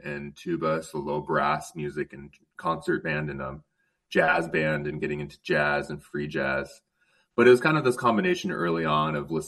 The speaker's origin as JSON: {"language": "English", "town": "Wenatchee", "region": "Washington", "country": "United States", "tie": "born or raised there", "said": "No, I grew up in Central Washington. So I grew up in Wenatchee"}